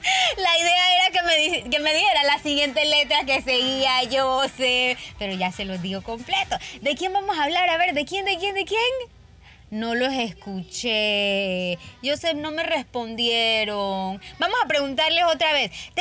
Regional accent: Colón, Panama; born there; moved away; mis papás viven en Colón y tienen muchos árboles frutales y cosas así. Entonces yo me fui para mi pueblo

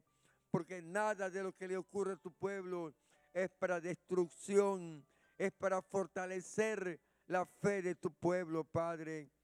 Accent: Panama; aquí todos nos conocemos.

